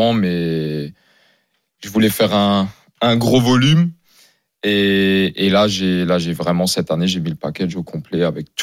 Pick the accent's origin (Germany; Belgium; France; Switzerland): Germany; Bon, après, j'ai grandi en Allemagne aussi.